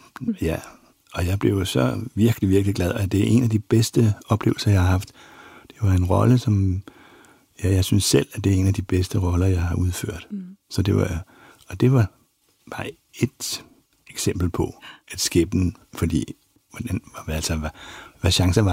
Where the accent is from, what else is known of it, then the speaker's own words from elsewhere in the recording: Gudhjem, Capital Region of Denmark, Denmark; moved away; Og den sidste adresse, jeg boede på, det var faktisk min fars gamle atelier. Han var jo kunstmaler og malede og havde atelier i Gudhjem i mange, mange år, da vi var børn.